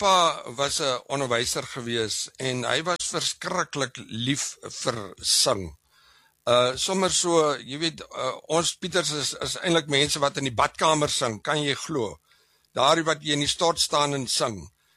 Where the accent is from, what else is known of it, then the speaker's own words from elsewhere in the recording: Worcester, Western Cape, South Africa; now in Porterville, South Africa; Ek is op Woester gebore.